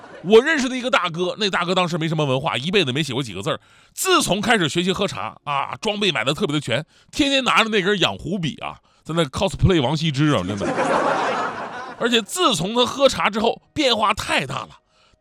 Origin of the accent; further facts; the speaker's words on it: Northeast China, China; 我们东北人